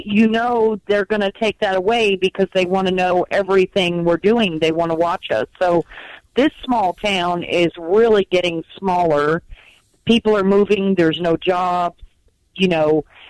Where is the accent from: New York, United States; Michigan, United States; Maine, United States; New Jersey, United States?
New Jersey, United States; I'm from New Jersey. I've never gardened.